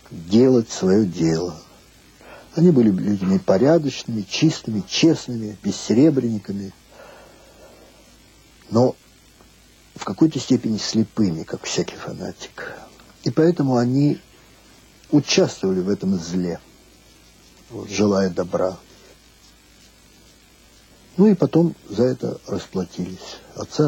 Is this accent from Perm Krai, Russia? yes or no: no; Moscow, Russia; first language Russian; Я родился на Арбате в Москве. Мой отец грузин из Кутаиси. Моя мать армянка, она из Тбилиси.